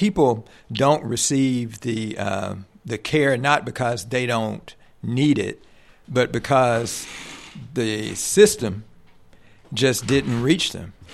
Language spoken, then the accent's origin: English; McCrory, Arkansas, United States; I grew up in McCrory, Arkansas, which is the Deltas.